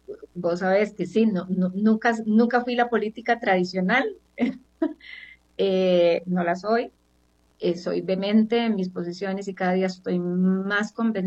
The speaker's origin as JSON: {"language": "Spanish", "country": "Costa Rica", "said": "Yo les pido de corazón como costarricense"}